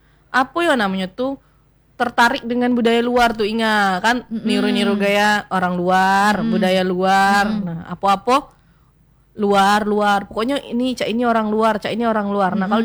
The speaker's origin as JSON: {"language": "Indonesian", "town": "Kedurang", "region": "Bengkulu", "country": "Indonesia", "said": "saya kan dari Kedurang nih, nggak. Nah dari Kedurang tuh kalau ndak salah, dulu tuh kayaknya kalau masak-masak kue untuk orang nikah tuh kayak kami tuh ada namanya buat buak, nyidak buak."}